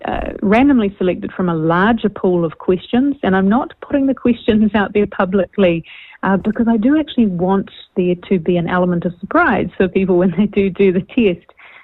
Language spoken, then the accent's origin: English; New Zealand